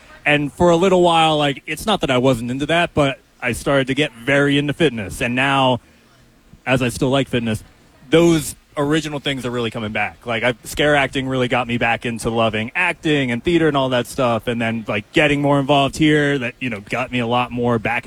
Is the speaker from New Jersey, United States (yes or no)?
yes; New Jersey, United States; New Jersey.